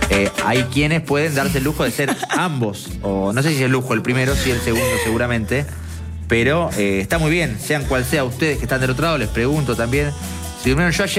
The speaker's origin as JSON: {"language": "Spanish", "country": "Argentina"}